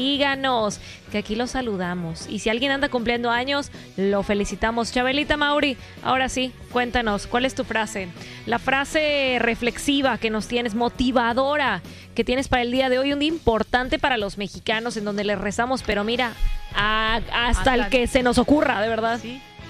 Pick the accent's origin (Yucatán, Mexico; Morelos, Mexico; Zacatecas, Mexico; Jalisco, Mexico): Yucatán, Mexico; accent: neutral; solamente ser mexicana, ser yucateca, que yo sé que no, luego siempre me dicen, es que no suenas como yucateca, tengo el acento neutral, pero soy yucateca, soy 100% yucateca